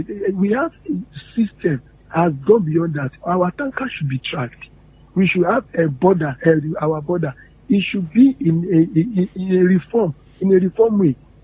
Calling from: Nigeria; I'm calling from Akpata.

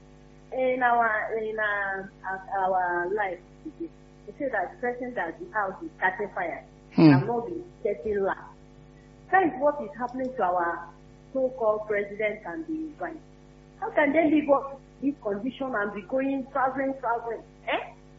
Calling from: Oyo, Nigeria; from Challenge.

